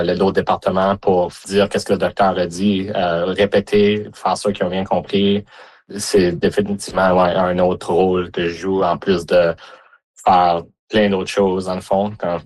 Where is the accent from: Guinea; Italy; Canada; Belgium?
Canada; Mont-Laurier, Quebec; now in Alberta, Canada; Originalement, je viens du Québec, de Mont-Laurier. Puis, on a déménagé, moi et ma famille, en 2006. Puis, ça va faire ça bientôt 20 ans que je suis en Alberta.